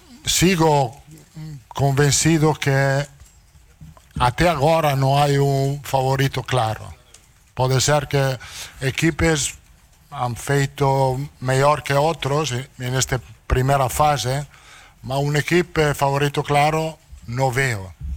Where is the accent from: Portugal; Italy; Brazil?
Italy; Portuguese is a second language